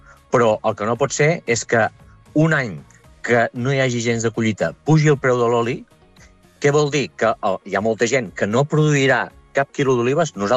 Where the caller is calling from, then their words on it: La Bisbal del Penedès, Catalonia, Spain; la Bisbal del Penedès